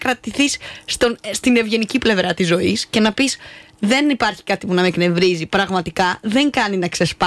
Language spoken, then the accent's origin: Greek; Panorama, Central Macedonia, Greece; κοντά στο σπίτι μου, εκεί που μεγάλωσα, στο πανόραμα Θεσσαλονίκης